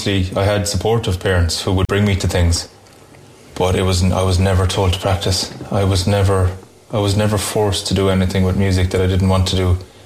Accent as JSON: {"language": "English", "town": "Lissycasey", "region": "County Clare", "country": "Ireland", "tie": "born or raised there", "also_born_or_lived": "Cork / Salthill / Kinvara", "said": "where I grew up in Lissacacy. It's a few fields away."}